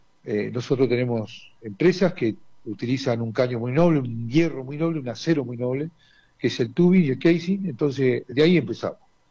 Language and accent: Spanish; Cutral Có, Neuquén, Argentina; also born or lived in El Maitén, Chubut; yo soy de Cutralcó. Si bien nací en el Maitén Chubut, pero estoy criado acá, soy de Cutralcó. Soy de la República de Cutralcó.